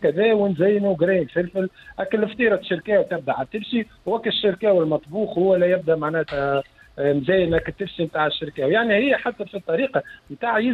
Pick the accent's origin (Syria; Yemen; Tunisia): Tunisia; وانا تونسي